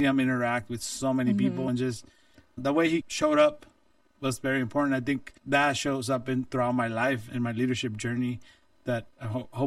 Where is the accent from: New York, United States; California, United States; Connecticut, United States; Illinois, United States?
California, United States; Modesto; also born or lived in Aguililla, Michoacán, Mexico / Redwood City, California; And then from there, we moved to Westside, and most of my life, I grew up in Westside